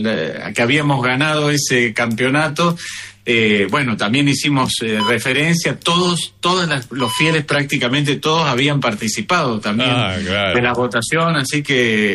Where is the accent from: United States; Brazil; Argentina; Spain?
Argentina; Bahía Blanca, Buenos Aires Province; now in La Plata, Argentina; yo soy de Bahía Blanca.